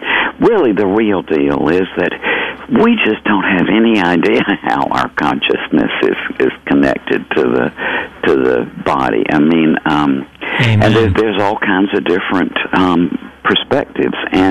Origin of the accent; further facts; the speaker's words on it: Georgia, United States; Jeff, I did not come from a religious background. I'm from Georgia, and my dad was a surgeon and a professional military officer